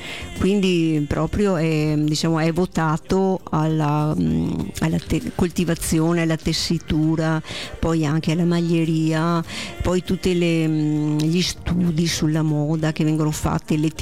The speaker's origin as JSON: {"language": "Italian", "town": "Monticello Conte Otto", "region": "Veneto", "country": "Italy", "said": "Io sono di Monticello Conte 8"}